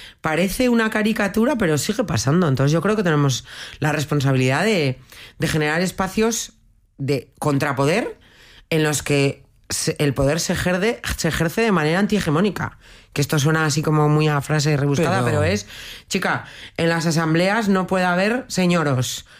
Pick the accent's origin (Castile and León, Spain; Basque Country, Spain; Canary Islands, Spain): Basque Country, Spain; Pues porque somos gente peleona. Porque vivir en Bilbao es